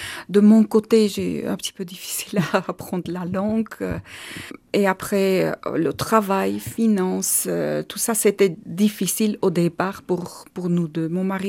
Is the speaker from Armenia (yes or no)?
yes; Yerevan, Armenia; French is a second language; moved away as an adult; J'ai grandi à Yerevan, j'ai étudié et après j'ai commencé à travailler en urgence.